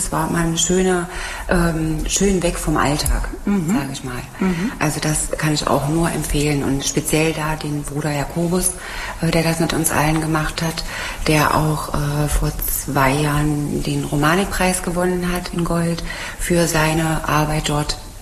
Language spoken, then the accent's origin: German; Magdeburg, Saxony-Anhalt, Germany; born there; weil ich bin in Magdeburg geboren und wenn der Magdeburger den Dom nicht sieht, dann ist er krank